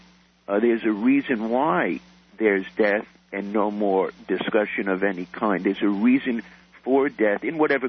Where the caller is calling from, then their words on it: Canada; I'm calling from Canada, and I'm impressed with your scientific rigor.